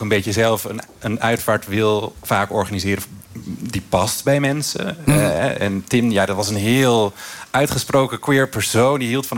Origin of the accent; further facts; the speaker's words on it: Friesland, Netherlands; Ik kom uit Friesland.